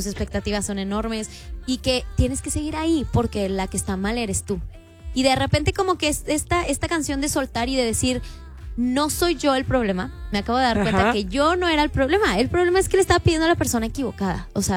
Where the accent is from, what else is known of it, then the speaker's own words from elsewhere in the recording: Guadalajara, Jalisco, Mexico; Entonces, literalmente, yo soy de Guadalajara. Entonces, me fui como a estudiar, me fui a viajar